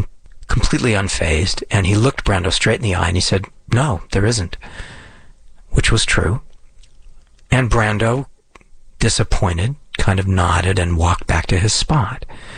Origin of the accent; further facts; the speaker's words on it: Los Angeles, California, United States; born there; I was born in Los Angeles, where I still live.